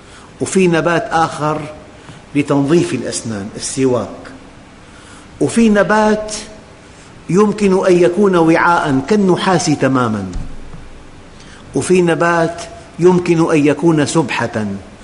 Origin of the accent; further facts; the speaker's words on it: Syria; بلدنا سوريا